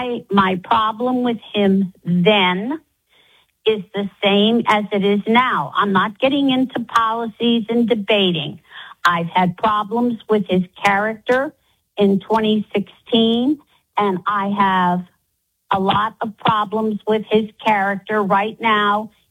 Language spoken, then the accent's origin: English; New York, United States; I grew up in New York, in New York State.